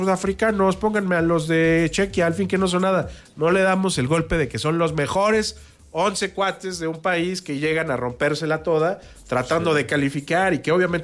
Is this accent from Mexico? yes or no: yes; Mexico